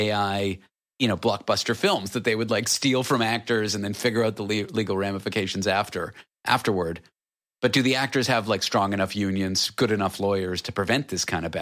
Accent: Toronto, Ontario, Canada; now in New York, United States; I'm from Toronto, Canada. That's my hometown. I live in New York now.

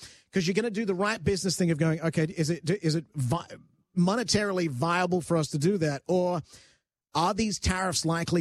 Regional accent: Canada; I'm Canadian.

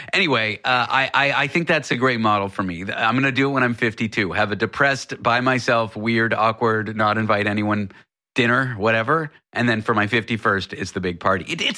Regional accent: Toronto, Ontario, Canada; Like, I grew up in Toronto going to the Sky Dome, okay?

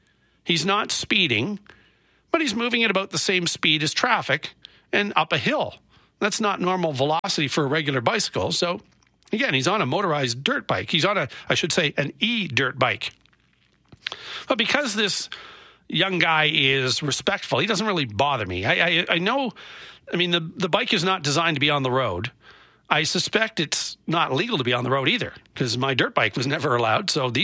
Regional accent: Nova Scotia, Canada; It looks like a motorized dirt bike that I grew up on in Nova Scotia, but more narrow, less bulky.

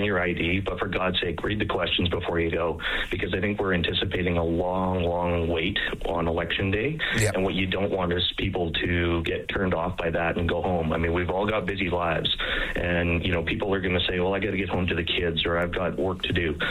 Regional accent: Alberta, Canada; we're distinctly Albertan. We're fully Canadian.

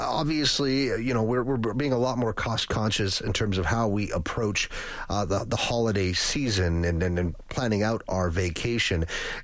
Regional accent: Lloydminster, Canada; now in Edmonton, Canada; I'm from Lloyd, and we have the world's largest sundial.

